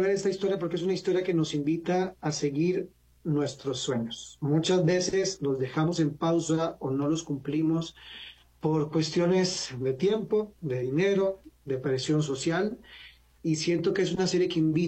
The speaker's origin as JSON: {"language": "Spanish", "country": "Costa Rica", "moved": "as an adult", "said": "Yo soy de Costa Rica, señor."}